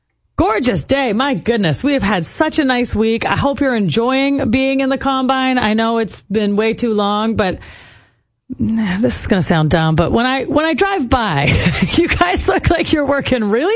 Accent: Saskatchewan, Canada; growing up in Saskatchewan and seeing a combine in the field.

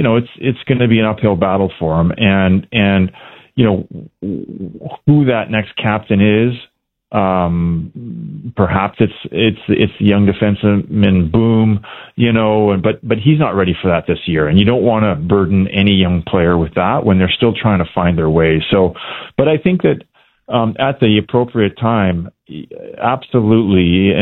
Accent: Alberta, Canada; He was, for me as a kid growing up in Alberta, I listened to Jim Robson all the time.

